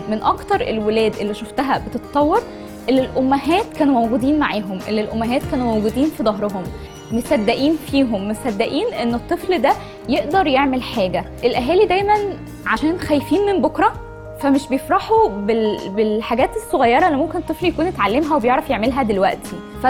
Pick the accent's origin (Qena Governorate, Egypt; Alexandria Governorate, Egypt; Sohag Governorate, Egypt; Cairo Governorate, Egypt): Alexandria Governorate, Egypt; Alexandria; أنا في الأصل من اسكندرية.